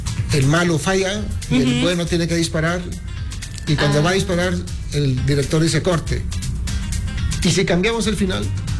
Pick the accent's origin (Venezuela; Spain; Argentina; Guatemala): Guatemala; moved away; cuando yo volví a Guatemala, soy guatemalteco, pero viví muchos años fuera.